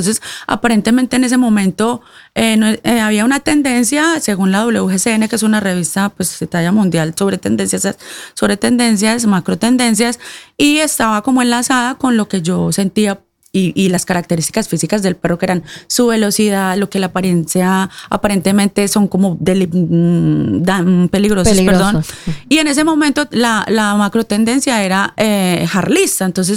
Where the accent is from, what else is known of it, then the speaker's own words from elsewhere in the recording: Colombia; el Congreso de la República también me dio un galardón de Colombia como colombiana estrella